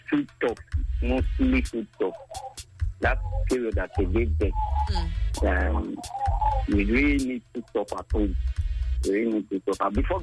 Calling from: Dubai, United Arab Emirates; calling from Dubai.

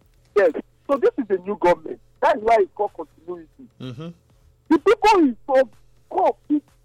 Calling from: Benin City, Edo, Nigeria; I'm calling from Benin.

